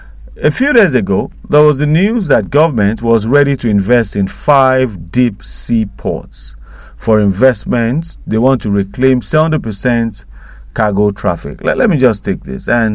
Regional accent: Nigeria; as Nigerians?

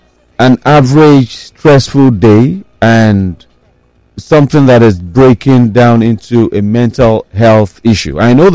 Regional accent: Nigeria; And so as a Nigerian

